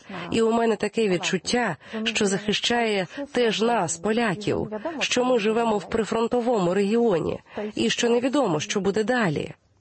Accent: Poland; ми, поляки

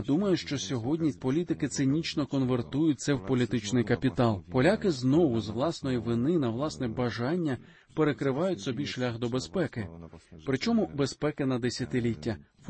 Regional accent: Poland; чи для тебе мало яке значення, що ти українець, а я поляк?

